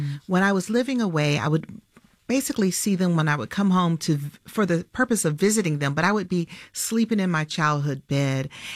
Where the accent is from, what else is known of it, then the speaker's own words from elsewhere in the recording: Atlanta, Georgia, United States; moved away as an adult; I moved back to my hometown.